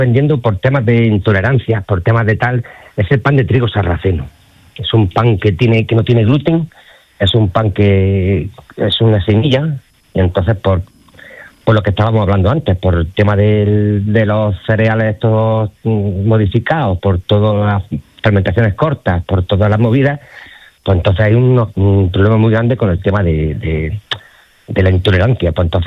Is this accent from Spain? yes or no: yes; Andalusia, Spain; los andaluces no conseguimos el pan ácido. Entonces, los panaderos andaluces como tales siempre nos hemos reivindicado porque nuestros panes no sean agrios.